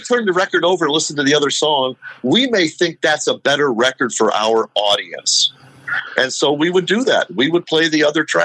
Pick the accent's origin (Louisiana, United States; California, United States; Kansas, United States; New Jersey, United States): California, United States; Los Angeles; because when I was growing up in Los Angeles